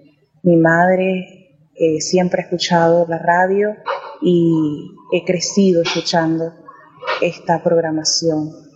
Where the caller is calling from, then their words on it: Venezuela; Soy de Venezuela